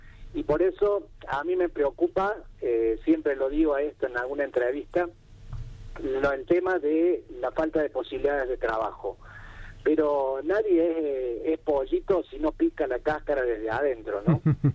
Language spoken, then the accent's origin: Spanish; Río Tercero, Córdoba, Argentina; born there; de la ENET número 1 de General Savio de Río Tercero.